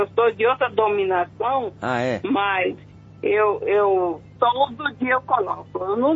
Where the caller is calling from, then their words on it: São Paulo, Brazil; Eu falo aqui da Zona Norte, Jardim Felicidade.